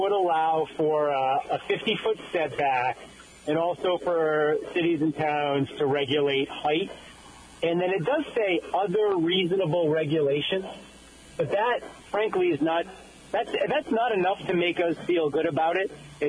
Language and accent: English; Fall River, Massachusetts, United States; I grew up in Fall River, so I know Bristol County very well.